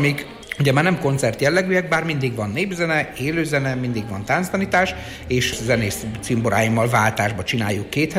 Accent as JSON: {"language": "Hungarian", "region": "Zakarpattia Oblast", "country": "Ukraine", "tie": "born or raised there", "moved": "yes", "said": "mint hogyha a saját szülőfalunkban lettünk volna Kárpátalján"}